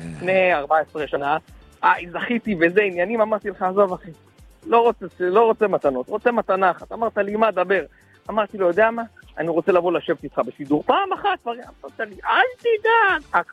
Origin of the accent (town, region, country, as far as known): Tel Aviv, Tel Aviv District, Israel